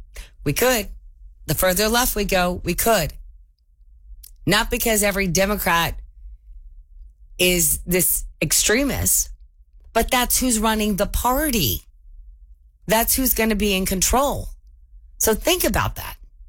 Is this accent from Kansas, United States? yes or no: yes; Kansas, United States; I grew up here in Kansas, always been a red state.